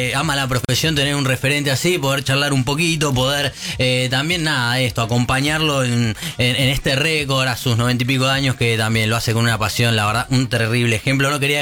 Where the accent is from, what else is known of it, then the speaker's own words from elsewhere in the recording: Argentina; los que somos argentinos